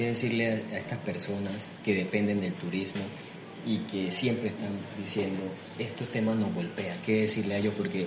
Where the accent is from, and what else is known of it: Buenaventura, Valle del Cauca, Colombia